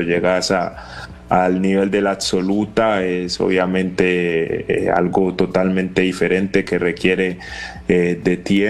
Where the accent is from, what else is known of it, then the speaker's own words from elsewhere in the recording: Cali, Valle del Cauca, Colombia; Soy caleño y me encanta la salsa, espero poder dejar ese toque salsero acá y que también puedan recordar esa linda cultura que tenemos.